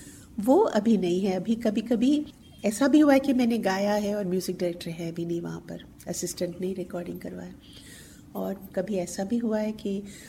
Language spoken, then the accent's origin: Hindi; Delhi, India; born there; मैं दिल्ली में पैदा हुई हूँ और बिल्कुल typical south Indian family, Tamilian family में